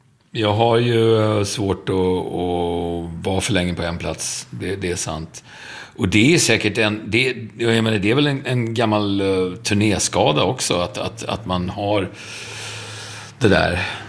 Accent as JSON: {"language": "Swedish", "town": "Stockholm", "region": "Stockholm County", "country": "Sweden", "tie": "born or raised there", "said": "Stockholm är min hemstad."}